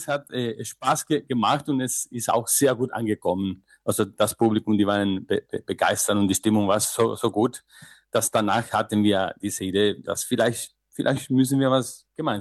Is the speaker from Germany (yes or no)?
no; Argentina; now in Vienna, Austria; Buenos dias … Auch in Wien, aber ich komme aus Argentinien.